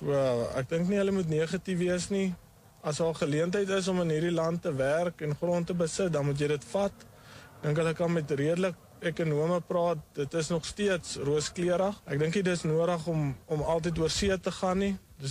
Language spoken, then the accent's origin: Afrikaans; Eastern Cape, South Africa; ons kom oorspronkelijk uit die Ooskaap uit, so nabij van Starens rivier het my pa was een seibokkar makelaar, en daar het hy gemelk ook, so ek het op een melkplaas groot geraak.